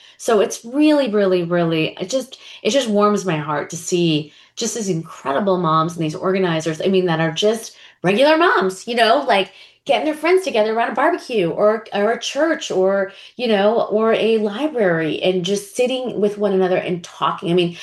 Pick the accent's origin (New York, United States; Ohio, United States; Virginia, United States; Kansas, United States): New York, United States; I think, look, I'm a New Yorker.